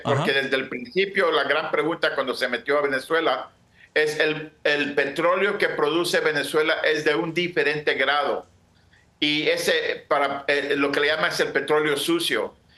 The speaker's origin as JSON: {"language": "Spanish", "country": "United States", "said": "si uno y el otro no entienden de que somos del mismo bando, que somos americanos, y que podemos trabajar juntos para buscar soluciones"}